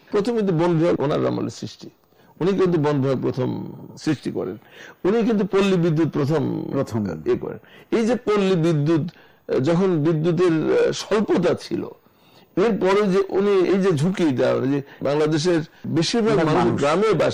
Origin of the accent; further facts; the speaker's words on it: Bangladesh; আমরা অবশ্যই বাঙালি, কিন্তু আমরা বাংলাদেশি